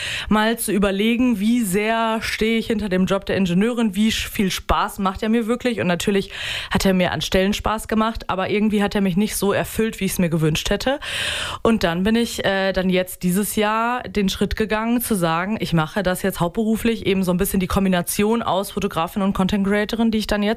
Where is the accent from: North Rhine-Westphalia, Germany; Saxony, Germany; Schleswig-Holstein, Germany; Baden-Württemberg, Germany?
North Rhine-Westphalia, Germany; now in Osnabrück area, Germany; als gebürtige NRWlerin